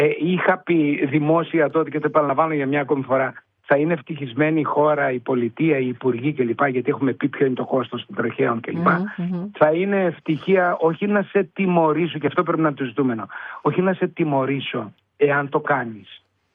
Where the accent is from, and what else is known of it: Kissamos, Crete, Greece; born there; moved away